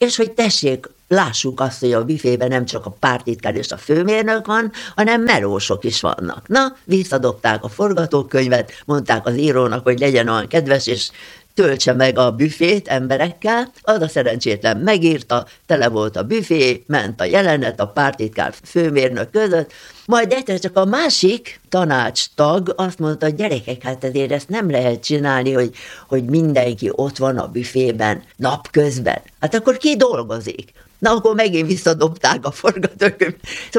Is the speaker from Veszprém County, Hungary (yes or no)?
yes; Alsóörs, Veszprém County, Hungary; én Alsősen együtt nőttem fel. Mert én gyerekkoromban a poros utakon jártam, és ott semmi nem volt szinte